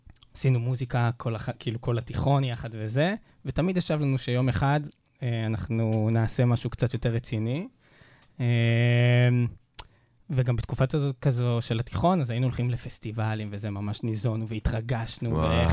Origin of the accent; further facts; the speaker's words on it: Rakefet, Northern District, Israel; אני ויאלי, חברים מגיל אפס, גדלנו ברקפת.